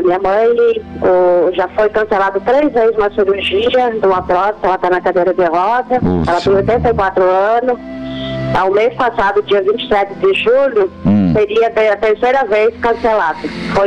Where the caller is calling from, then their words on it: Diamantino, Mato Grosso, Brazil; Eu falo Diamantino, Mato Grosso.